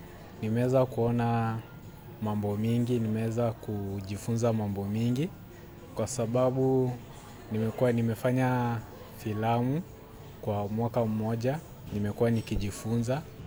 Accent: Nairobi, Kenya; Nimelelewa Kibra, Nairobi.

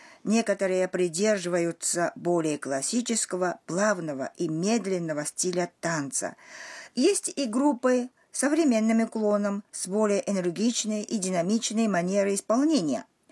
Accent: Tokushima, Japan; Например, в моем родном городе, в префектуре Токусима на острове Сикоку, каждый год в середине августа проходит фестиваль

